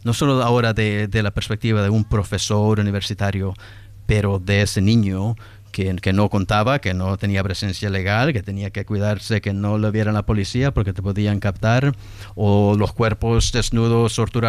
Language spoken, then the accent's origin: Spanish; Chalatenango, El Salvador; now in New York, United States; yo vengo de las montañas de Chalatenango, por razones de educación ahora pues soy profesor en la gran ciudad de Nueva York, una universidad jesuita.